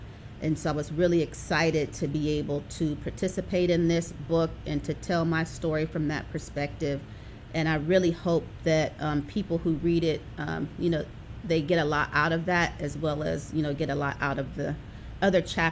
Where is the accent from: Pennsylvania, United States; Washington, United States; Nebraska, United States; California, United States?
Pennsylvania, United States; Pittsburgh; born or raised there; now in Atlanta, United States